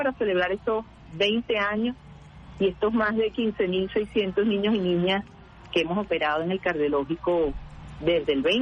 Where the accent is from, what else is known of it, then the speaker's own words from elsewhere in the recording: Venezuela; yo creo que eso además es lo que nos une como venezolanas y como venezolanos, esa sensibilidad particular, ese amor por nuestra tierra